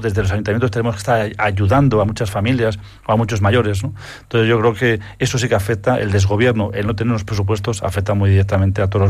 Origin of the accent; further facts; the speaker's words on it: Tres Cantos, Community of Madrid, Spain; Yo como español, como tricantino, como español, estoy avergonzado del gobierno de España que tenemos.